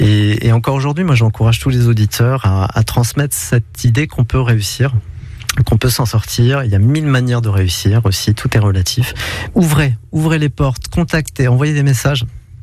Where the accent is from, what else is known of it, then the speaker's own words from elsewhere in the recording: Hérouville-Saint-Clair, Normandy, France; Étant au Grand Parc à Hérouville-Saint-Clair, j'étais probabl